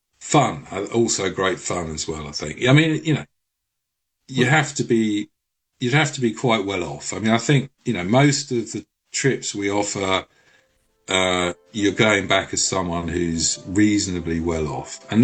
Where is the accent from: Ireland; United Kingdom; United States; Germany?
United Kingdom; London; as a Londoner, you know, fascinated by, at that point, the biggest city in Europe